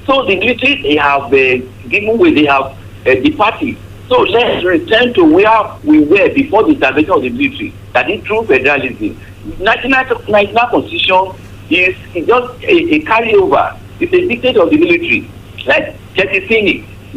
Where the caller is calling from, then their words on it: Iwaroka, Nigeria; I'm calling from Iwaroka.